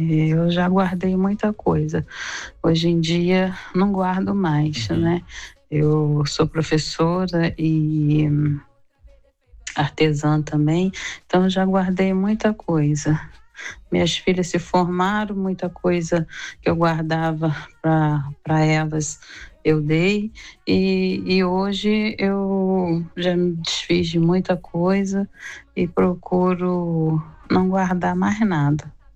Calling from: Brazil; sou brasileira, eu torço pro Brasil

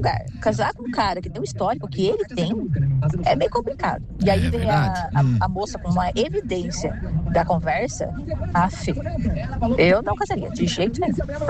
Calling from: Brazil; Eu sou do Sul Cercado.

